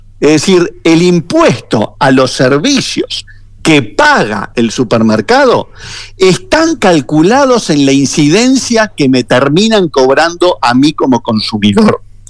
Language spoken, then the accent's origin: Spanish; Argentina; Los únicos que lo aplicamos somos los argentinos